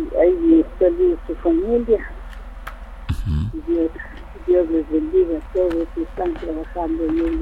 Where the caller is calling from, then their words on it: Guatemala; Aquí llamo en San Andrés, en Metabaj.